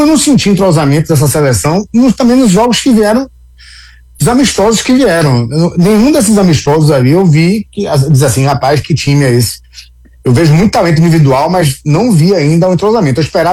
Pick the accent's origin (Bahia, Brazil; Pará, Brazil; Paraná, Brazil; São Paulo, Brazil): Bahia, Brazil; A gente é da Bahia